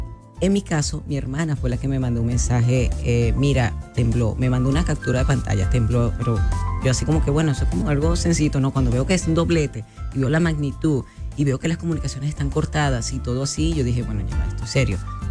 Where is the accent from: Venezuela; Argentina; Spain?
Venezuela; moved away; Somos venezolanos